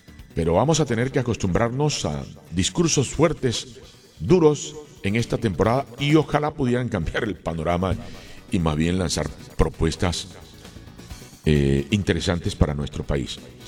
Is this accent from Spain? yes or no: no; Colombia